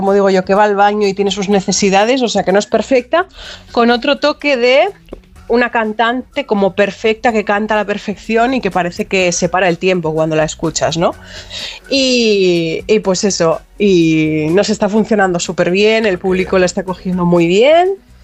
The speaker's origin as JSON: {"language": "Spanish", "region": "Basque Country", "country": "Spain", "moved": "yes", "said": "teniendo en cuenta además que soy vasca. O sea, que es que en Euskadi se dice y se comenta que la gente se reproduce por esporas. Entonces, no sabemos. O sea, yo llegué a Barcelona"}